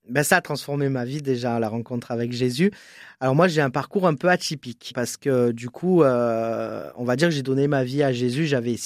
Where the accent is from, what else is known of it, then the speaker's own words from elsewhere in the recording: Marseille, Provence-Alpes-Côte d'Azur, France; Je suis originaire de Marseille. Je suis né à Marseille. J'ai un petit frère, on a 6 ans et demi d'écart. Et on vient du quartier des Chartreux.